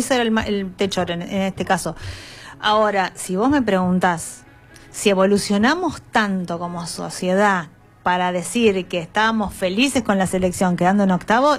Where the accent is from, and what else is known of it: Argentina